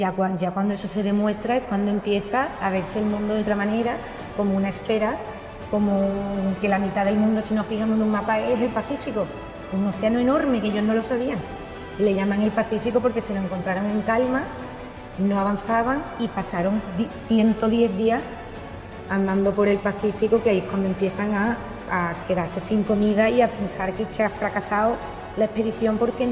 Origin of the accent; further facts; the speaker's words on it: Sanlúcar de Barrameda, Andalusia, Spain; nosotros, Sanlúcar, siendo un pueblo súper importante de Andalucía